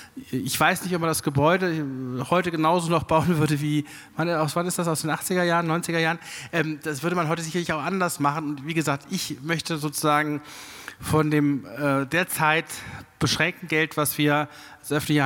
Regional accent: Kassel, Hesse, Germany; wir beide, Frau Tivasenius und ich, wir kommen aus Kassel.

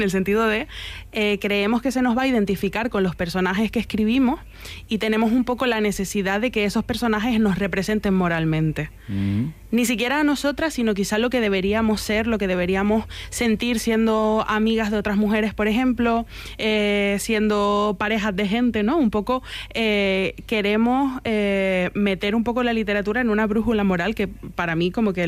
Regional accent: Granadilla de Abona, Canary Islands, Spain; me lo llevo yo a Granadilla de Abona, a mi pueblo

